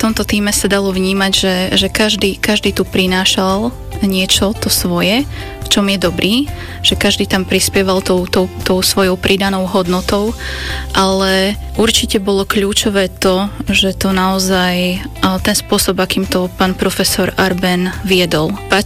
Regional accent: Beňuš, Banská Bystrica Region, Slovakia; moved away; pochádzam z malebnej hore Hronskej dedinky Beňuš, ktorá sa nachádza medzi Nízkymi Tatrami a Fabovou Hoľou

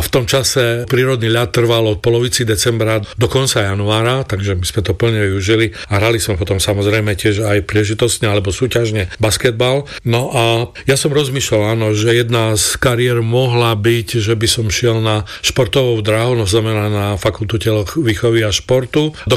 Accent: Čemerné, Prešov Region, Slovakia; also born or lived in Bardejov; ja som sa narodil v Bardejove a potom sme sa presťahovali do Čemerného, pretože otec bol lekár

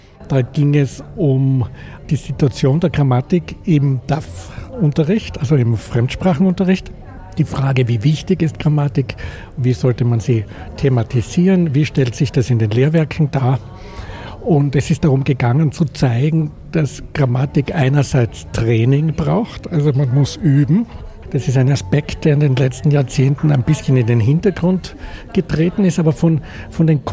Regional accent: Graz, Styria, Austria; Ich komme aus Graz

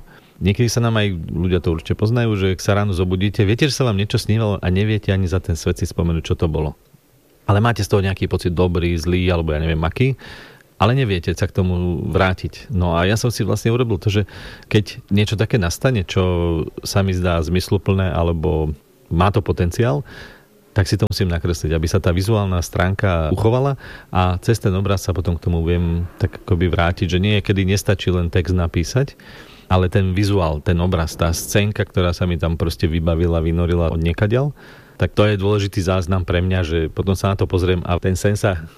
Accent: Černová, Žilina Region, Slovakia; also born or lived in Ružomberok; narodil som sa v Ružomberku, býval som v Černovej celé svoje detstvo vlastne na dedine

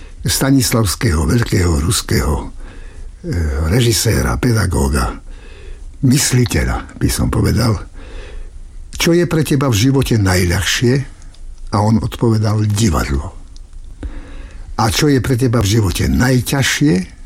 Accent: Strážske, Košice Region, Slovakia; moved away; pochádzam zo Strážskeho, z malebného východoslovenského mestečka

